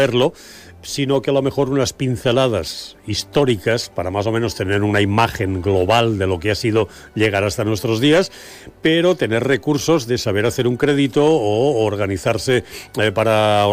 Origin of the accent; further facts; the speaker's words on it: Valencian Community, Spain; now in Ibiza, Spain; Yo soy valenciano, llevo 37 años aquí